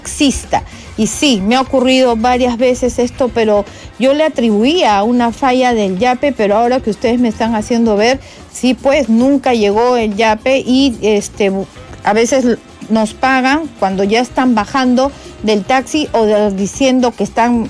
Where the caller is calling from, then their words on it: Breña, Lima, Peru; Le sucedió a una prima. … de Breña.